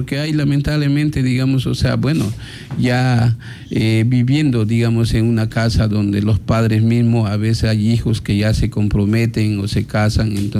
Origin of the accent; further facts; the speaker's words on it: Santo Domingo de los Tsáchilas, Ecuador; tengo el respaldo de mi pueblo, de las 7 comunidades